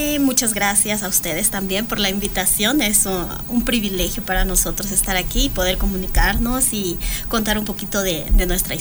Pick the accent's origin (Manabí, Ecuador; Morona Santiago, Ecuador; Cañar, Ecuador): Cañar, Ecuador; La Troncal; Yo vengo de la tierra dulce del Cañar, la troncal.